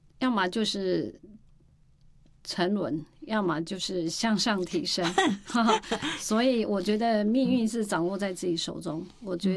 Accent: Hualien County, Taiwan; 我生长于那个台湾花莲，就是台湾的东部。好山好水，不过因为这个交通没有在大都市的便利

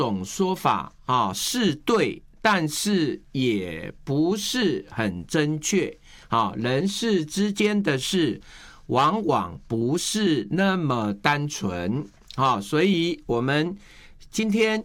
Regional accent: Taiwan

